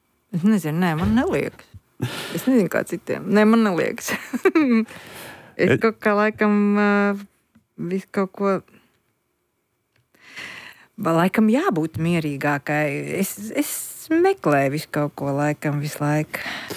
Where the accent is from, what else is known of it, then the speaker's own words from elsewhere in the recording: Liepāja, Kurzeme, Latvia; es esmu Liepājniece, un es pēc Liepājas skumst, kad esmu Rīgā, un pēc Rīgas drusciņi mazāk, bet skumst, kad esmu Liepājā, jo man pietrūkst Rīgas cilvēku.